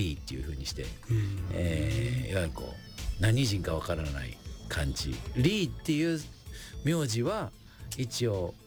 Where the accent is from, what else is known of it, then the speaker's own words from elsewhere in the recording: Aomori, Japan; それで僕は青森じゃないですか、